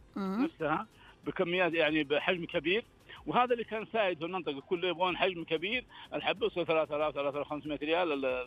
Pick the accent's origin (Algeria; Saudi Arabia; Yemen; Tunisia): Saudi Arabia; Taif, Makkah Province; عندنا أحسن في الطائف